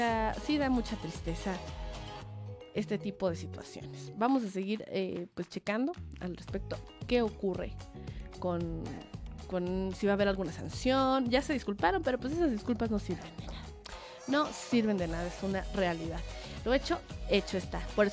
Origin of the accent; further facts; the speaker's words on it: Mexico; Soy mexicana, nací en México y he tenido el honor de representar a mi país internacionalmente con orgullo y disciplina.